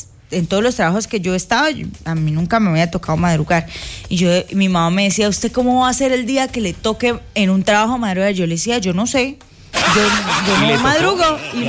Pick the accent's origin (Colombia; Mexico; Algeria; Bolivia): Colombia; Tibú, Norte de Santander; yo soy de Tibú y hay solamente dos colegios, el público y el privado.